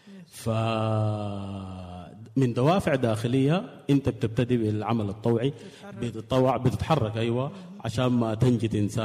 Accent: Sudan; عندنا في السودان ونحن هسه في ظروف الخريف

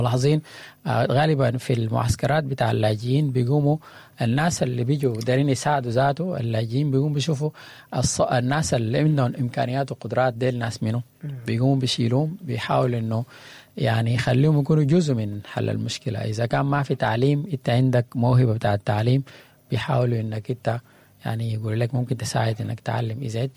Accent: Sudan; نحن يعني سودانيين ومجتمع سوداني

